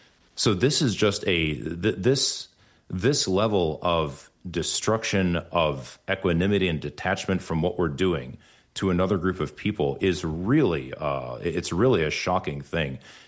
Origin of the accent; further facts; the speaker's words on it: United States; born there; also born or lived in Haifa; So my parents are from a small ethnic and religious minority in Pakistan and India called the Parsis. I was born in the States, but they came to the States in 1982